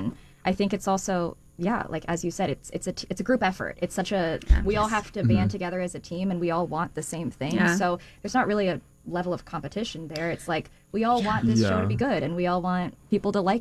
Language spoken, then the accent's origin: English; Seattle, Washington, United States; I grew up in Seattle, so I grew up a kid stage kid